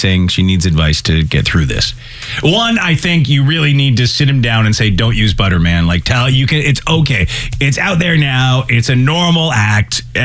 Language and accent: English; Ireland; As an Irishman, I have like, I'd have to have a retina scan on, system set up to make sure it's me on my butter.